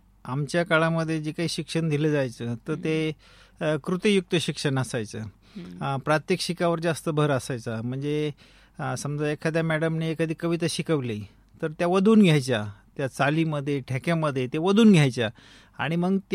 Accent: Chitali, Maharashtra, India; माझं मूळ गाव पाथर्डी तालुक्यातील चितळी म्हणून गाव आहे. तर त्या ठिकाणी शेतकरी कुटुंबामध्ये 1972 साली माझा जन्म झाला.

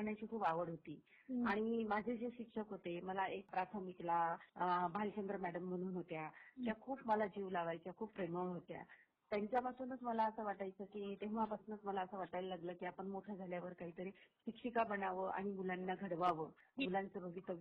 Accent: Buldhana district, Maharashtra, India; moved away as an adult; now in Ahilyanagar, India; माझं बालपण हे ग्रामीण भागातच गेलंय आणि माझे आई वडील दोघं त्या काळामध्ये सर्व्हिस करणारे होते, गव्हर्नमेंट सर्व्हंट होते आणि आमचं शिक्षण जिल्हा परिषद शाळेमध्येच झालं. बुलढाणा जिल्ह्यामधली मी आहे

